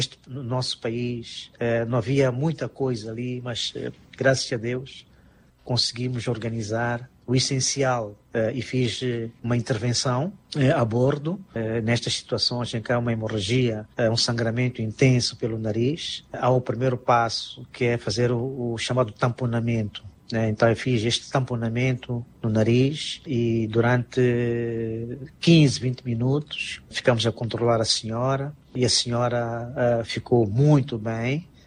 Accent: Mozambique; e isto nos orgulha como moçambicanos.

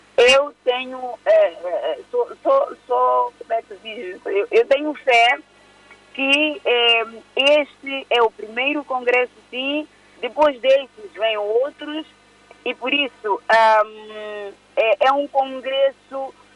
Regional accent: Mozambique; E por isso eu quero acreditar, e como moçambicanos devemos acreditar, que nós vamos fazer melhor.

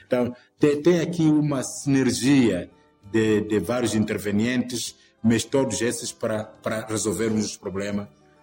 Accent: Mozambique

